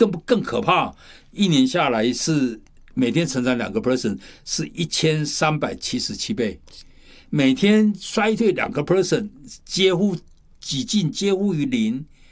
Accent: China; 我们中国人也讲了一段话

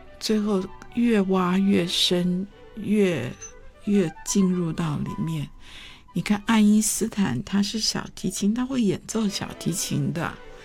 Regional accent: China; 可是我们中国人中华文化却到现在都可以看得到

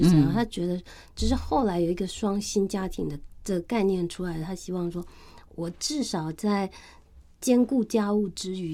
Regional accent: Changhua County, Taiwan; 我是彰化人。

